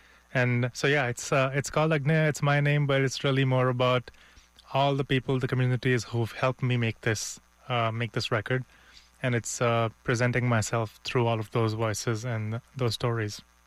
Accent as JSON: {"language": "English", "country": "India", "tie": "born or raised there", "also_born_or_lived": "Canada / Germany", "moved": "as an adult", "said": "my music growing up in India, my jazz studies in Canada and Germany"}